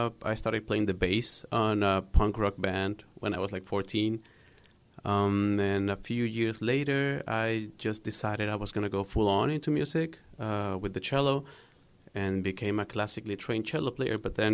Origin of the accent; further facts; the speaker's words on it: Guadalajara, Jalisco, Mexico; English is a second language; I was born and raised in Guadalajara. I still live there, except for a very short period of time where I went to another state to learn to play jazz on the cello, basically.